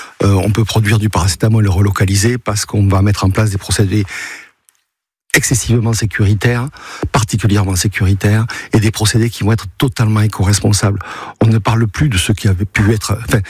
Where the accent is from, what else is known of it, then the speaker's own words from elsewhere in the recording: Toulouse, Occitanie, France; Comme en tant que Toulousain, nous aussi, on a vécu cette catastrophe